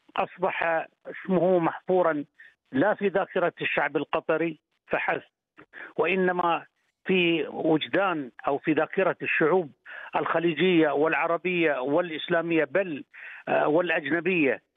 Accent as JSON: {"language": "Arabic", "country": "Qatar", "said": "نحن كقطريين نفخر بمثل هذا القائد العظيم"}